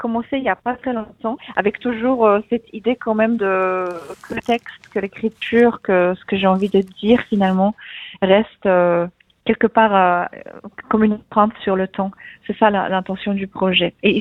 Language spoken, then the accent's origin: French; Poland; first language Polish; French is a second language; si j'étais en Pologne et que je devais parler de tout ça en polonais, ça serait peut-être un poil plus difficile